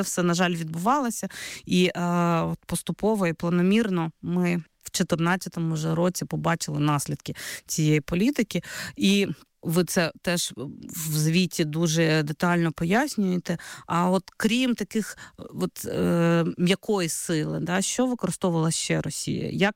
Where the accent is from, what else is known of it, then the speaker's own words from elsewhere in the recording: Crimea, Ukraine; я часто згадую як кримчанка про те, як взагалі відбувалась наша освіта, як мало було, зокрема, української мови, на жаль, в Криму